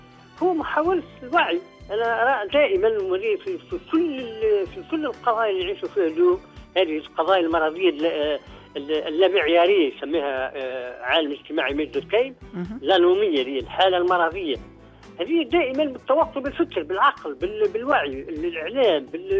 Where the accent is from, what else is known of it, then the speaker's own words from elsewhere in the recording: Tunisia; احنا في عندنا في تونس